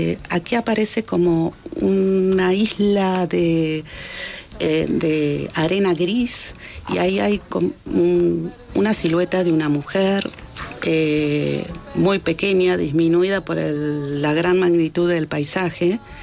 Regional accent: Argentina; moved away; hice un link mental con todo eso de donde vengo, ¿no? Del país de donde vengo.

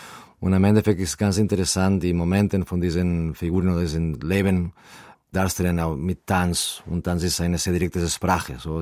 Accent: Spain; German is a second language; moved away; für mich als Spanier

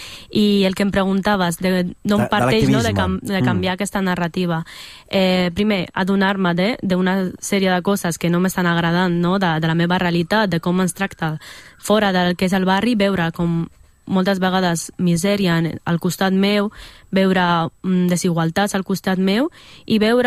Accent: Catalonia, Spain; jo he crescut i visc allà, al barri de la Mina, i bàsicament forma part del que soc, no? Quan em pregunta d'on ets... Abans potser et dic que soc del barri de la Mina, que et dic que soc del pares marroquins o de Barcelona

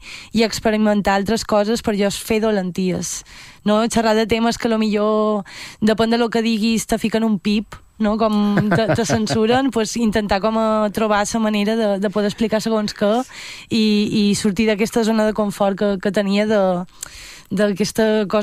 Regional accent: Marratxí, Balearic Islands, Spain; Jo soc de Marratxí, però faig molta vida a Palma.

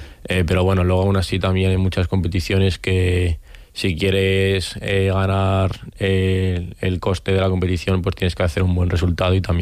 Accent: Sevilla la Nueva, Community of Madrid, Spain; moved away as an adult; now in Parla, Spain; Yo ahora estoy viviendo en Parla para entrenar allí, pero yo en mi pueblo, bueno, es aquí en Madrid también, Sevilla Nueva, pero yo tengo toda mi vida allí, y mis amigos están allí

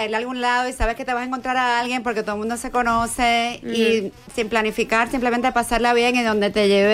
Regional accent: Puerto Rico; moved away as an adult; Yo, curiosamente, me fui de Puerto Rico a Nueva York a estudiar la carrera, y ahí me encuentro con la cultura newyorican, que realmente en la isla a mí no me habían enseñado tanto de ella.

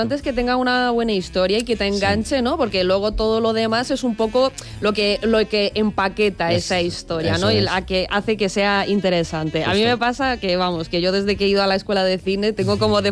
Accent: Russia; Buah, sí, me encanta el verano. Y siendo rusa, ¿eh? Sí. Que parece que no, pero pero, ostras, en Rusia hace un calor a veces, sí.

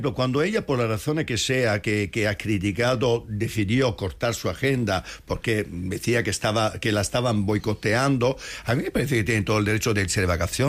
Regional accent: Madrid, Community of Madrid, Spain; Que a mí como madrileño, lo digo como madrileño

